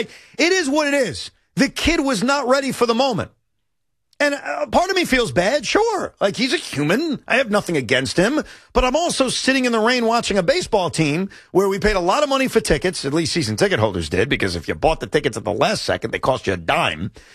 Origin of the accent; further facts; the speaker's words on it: Long Island, New York, United States; I'm from Long Island.